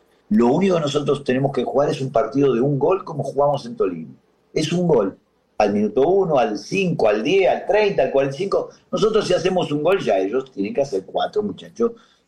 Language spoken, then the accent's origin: Spanish; Uruguay; Ojo, yo lo entiendo el clima porque aparte soy uruguayo, imagínate.